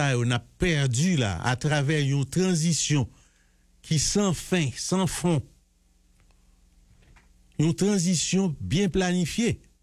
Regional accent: Haiti; ce problème li mette nous trouver là en tant qu'haïtien parce que nous-mêmes, nous, nous sommes peuple.

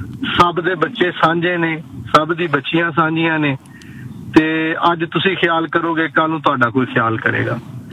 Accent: Lahore, Punjab, Pakistan; ਮੈਂ ਪਾਕਿਸਤਾਨ ਲਾਹੌਰ ਪੰਜਾਬ ਤੋਂ ਆ।

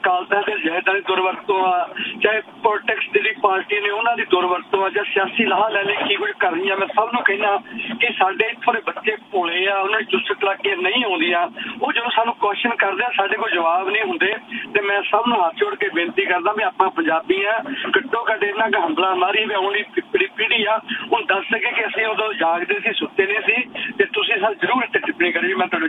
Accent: Punjab, India; ਮੈਂ ਵੀ ਪੰਜਾਬੀ ਹਾਂ, ਮੈਂ ਪੰਜਾਬੀ ਬਾਰੇ ਗੱਲ ਕਰਦਾ।

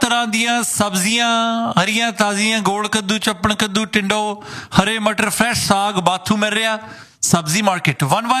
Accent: Ludhiana, Punjab, India; ਅਸੀਂ ਵੀ ਲੁਧਿਆਣੇ ਦੇ ਹੀ ਹਾਂ।

